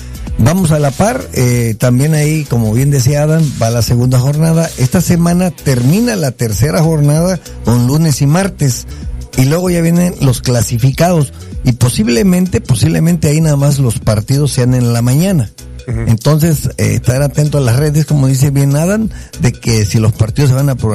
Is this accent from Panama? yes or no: no; Mexico; Como mexicano, claro, le vamos a la selección mexicana